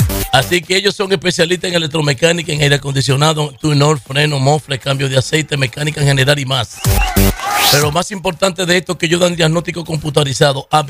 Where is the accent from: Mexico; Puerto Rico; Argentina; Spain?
Puerto Rico; Somos boricuas, ¿ok?